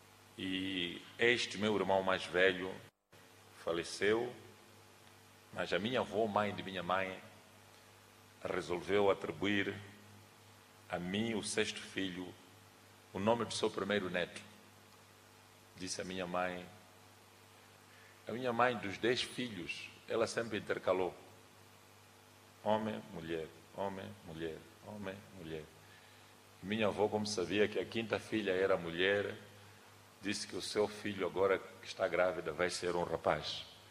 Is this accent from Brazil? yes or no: no; Inhaminga, Sofala, Mozambique; born there; Meu irmão mais velho, este que tinha este nome, nasceu no Dondo e eu nasci em Inhaminga, porque o meu pai trabalhava no CFM e tinha sido transferido do Dondo para Inhaminga.